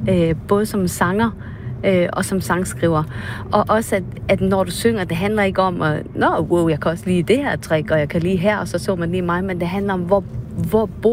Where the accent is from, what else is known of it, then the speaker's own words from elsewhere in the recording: North Denmark Region, Denmark; en flække i Vendsyssel, hvor jeg voksede op